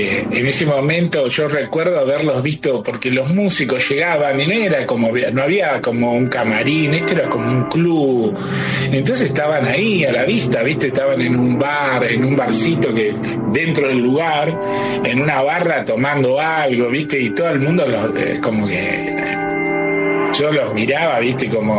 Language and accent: Spanish; Caseros, Buenos Aires Province, Argentina; born there; nací en Caseros, soy de conurbano, así que, pero este, el Tapial, es un poco más adentro, también un conurbano más profundo que el lugar donde yo vivía. Y yo tenía 14